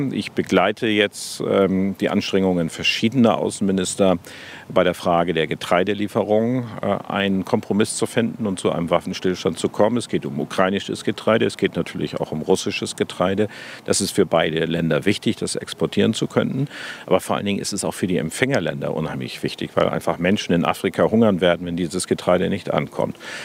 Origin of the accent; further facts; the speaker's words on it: Germany; ganz traditionell als Deutsche.